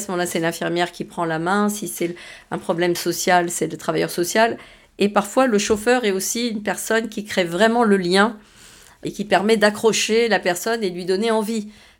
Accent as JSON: {"language": "French", "country": "Morocco", "tie": "born or raised there", "moved": "yes", "lives_now": "France", "said": "quand j'étais enfant au Maroc, dans la Médina."}